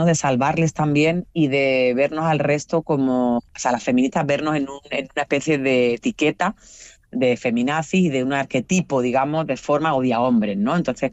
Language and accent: Spanish; Andalusia, Spain; si yo soy blanca, pero yo soy andaluza, no soy catalana, ni soy vasca